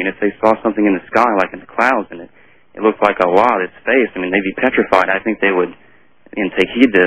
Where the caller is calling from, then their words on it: Largo, Florida, United States; in Largo, Florida, outside of Tampa.